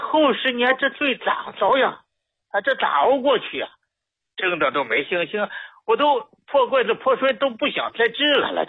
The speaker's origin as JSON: {"language": "Chinese", "town": "Xi'an", "region": "Shaanxi", "country": "China", "said": "我是西安的。"}